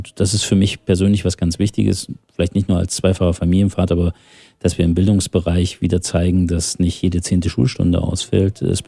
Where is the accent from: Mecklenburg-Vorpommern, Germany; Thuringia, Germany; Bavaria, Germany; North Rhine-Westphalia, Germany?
Thuringia, Germany; Mitmenschen aus Thüringen rausholen. So. Und das deutlich zu machen, was ist der richtige Weg für meine Heimat